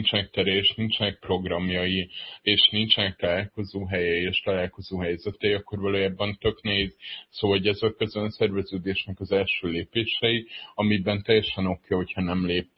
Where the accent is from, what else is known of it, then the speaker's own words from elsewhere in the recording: Pécs, Baranya, Hungary; nekem Pécs jutott eszembe, ahol én Pécsről származom